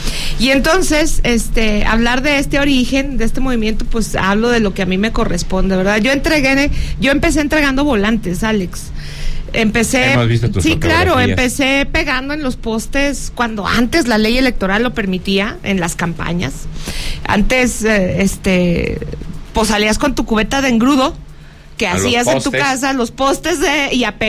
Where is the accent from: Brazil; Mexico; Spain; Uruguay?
Mexico; Fresnillo, Zacatecas; soy de Fresnillo